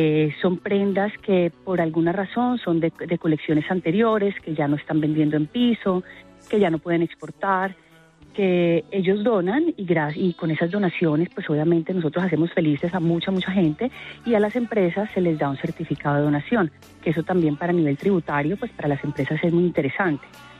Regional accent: Colombia; los colombianos

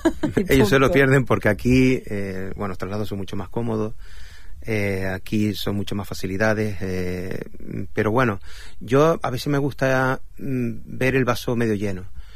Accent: La Palma, Canary Islands, Spain; los que somos de La Palma

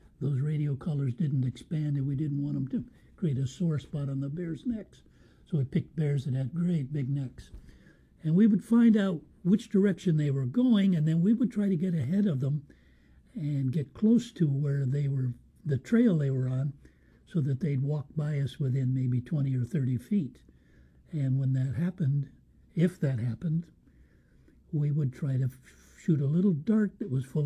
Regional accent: Portland, Oregon, United States; born there; moved away as an adult; now in King Salmon, United States; I was born in Portland, Oregon.

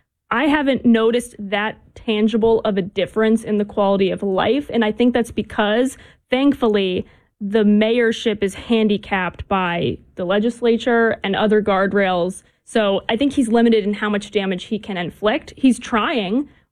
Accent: Florida, United States; My home state is Florida

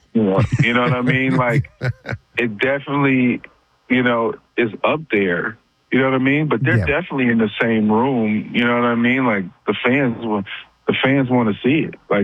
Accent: Boston, Massachusetts, United States

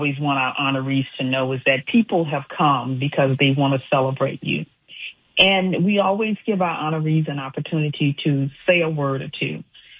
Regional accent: Johnsonville, South Carolina, United States; moved away as an adult; now in Atlanta, United States; I came from Johnsonville, South Carolina. We were sharecroppers.

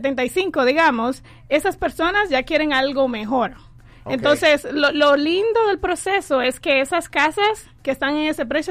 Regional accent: Dominican Republic; moved away as an adult; now in United States; Sí, soy de la República Dominicana, allá nací, me crié. Llegué aquí a los Estados Unidos cuando tenía 23 años, entonces okay. Estoy acostumbrada a lo tropical.

